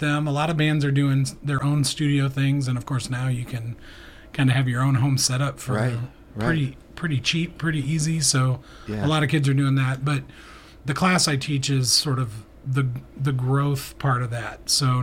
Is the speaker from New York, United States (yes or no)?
no; Columbia, Missouri, United States; I grew up here in Columbia.